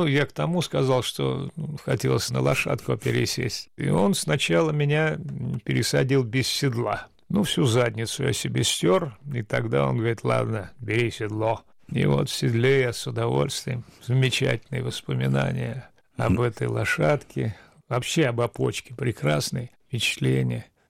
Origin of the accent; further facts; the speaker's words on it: Saint Petersburg, Russia; Да, я жил в Ленинграде, родился в Ленинграде. Теперь это Санкт-Петербург. Но так как у меня в паспорте написано место рождения Ленинград, я все время говорю, что нет, я ленинградец, а не санкт-петербуржец.